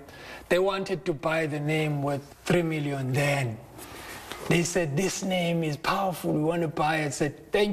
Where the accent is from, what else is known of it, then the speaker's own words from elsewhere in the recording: Makhanda, Eastern Cape, South Africa; Growing up in Makanda as an artist, hip-hop artist, and around 1996, we didn't have a place to perform.